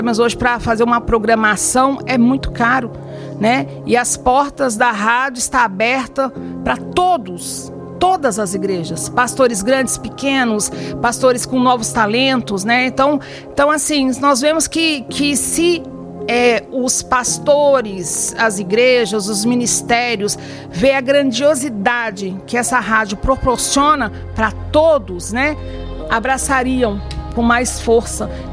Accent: Brazil

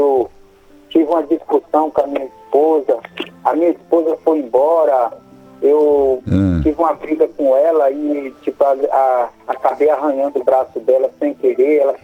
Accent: Joinville, Santa Catarina, Brazil; Eu sou de Joinville, Santa Catarina, Padre.

